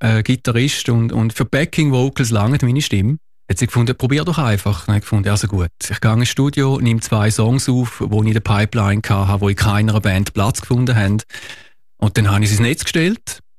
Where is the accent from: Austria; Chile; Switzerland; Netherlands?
Switzerland; Frauenfeld, Thurgau; Ich sage jetzt mal, östlich von Frauenfeld, wo ich herkomme, ist es klar, ist